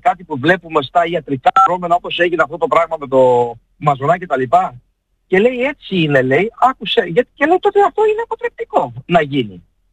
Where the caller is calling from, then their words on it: Western Greece, Greece; είμαι από την Ηλία.